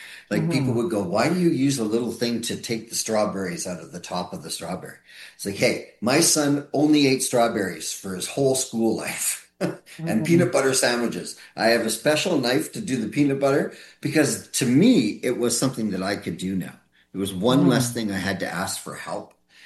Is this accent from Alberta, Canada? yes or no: yes; Alberta, Canada; now in Richmond, Canada; That's what I did with RCD when I moved to Richmond. I'm from Alberta, so I didn't know Richmond at all.